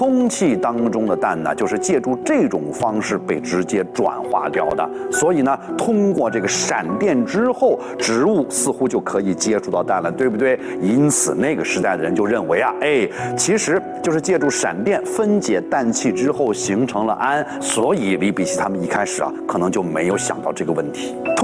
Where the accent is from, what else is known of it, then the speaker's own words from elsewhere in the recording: China; 我们中国人的祖先